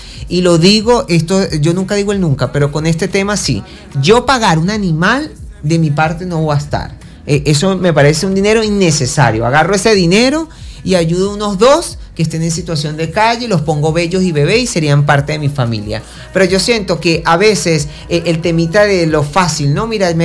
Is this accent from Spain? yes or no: no; Venezuela; somos venezolanos, somos los mejores humanos que existen.